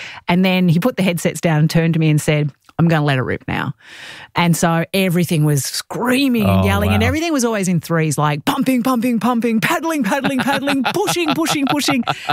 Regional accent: Melbourne, Victoria, Australia; I was from Melbourne and I did Annie the Dummy CPR and treading water with my clothes on.

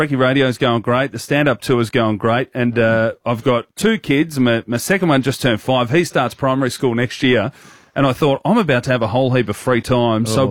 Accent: Hoppers Crossing, Victoria, Australia; There was I was in the forward pocket for the All-Stars, even though I grew up in Hoppers Crossing.

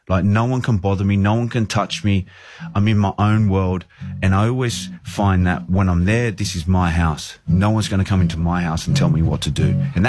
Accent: Australia; moved away; I knew coming over to Leeds that it wasn't going to be easy. You know, like I'm coming over as an Australian into an English setup

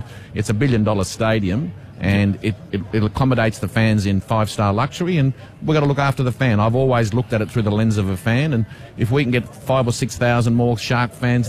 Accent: Wollongong, New South Wales, Australia; I grew up in Wollongong, and I supported St George, and then I used to play for Illawarra.

